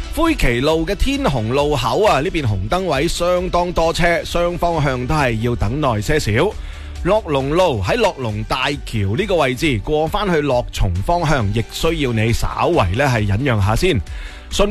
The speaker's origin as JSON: {"language": "Cantonese", "town": "Foshan", "region": "Guangdong", "country": "China", "said": "我哋佛山人"}